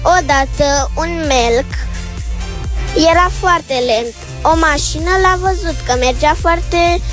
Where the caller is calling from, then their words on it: Brăila, Brăila County, Romania; am 9 ani și sunt din Brăila.